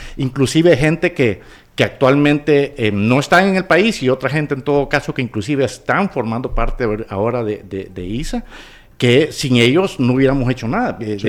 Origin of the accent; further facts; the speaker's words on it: Honduras; realmente somos hondureños trabajando para líneas aéreas internacionales.